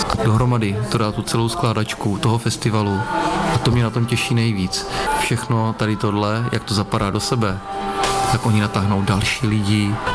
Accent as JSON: {"language": "Czech", "town": "Svatobořice", "region": "South Moravian Region", "country": "Czechia", "said": "jsem ze Svatobořic"}